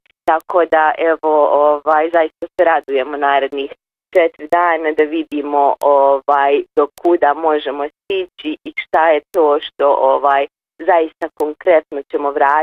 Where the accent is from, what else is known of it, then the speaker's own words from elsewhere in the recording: Herzegovina, Bosnia & Herzegovina; kod nas u Hercegovini